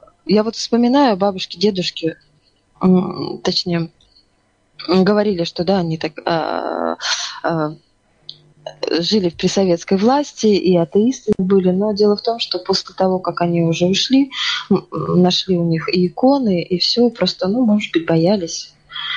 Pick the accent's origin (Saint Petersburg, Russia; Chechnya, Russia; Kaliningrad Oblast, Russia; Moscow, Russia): Kaliningrad Oblast, Russia; Yantarny; Я в то время жила в поселке Янтарный. Ну, я родилась там, в Калининградской области.